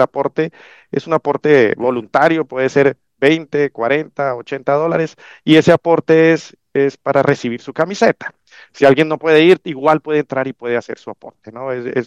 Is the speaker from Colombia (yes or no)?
yes; Colombia; now in Panama; a los demás personas extranjeras como yo, que soy colombiano